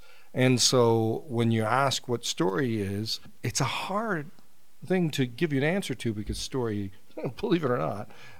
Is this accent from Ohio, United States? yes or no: yes; Uniontown, Ohio, United States; born there; also born or lived in West Virginia; I was born in a small town in Uniontown, Ohio. One stoplight, doesn't have one stoplight now.